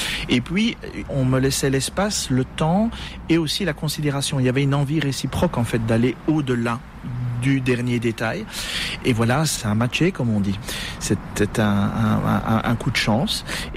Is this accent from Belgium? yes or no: yes; Bastogne, Wallonia, Belgium; born there; étant donné que je suis belge.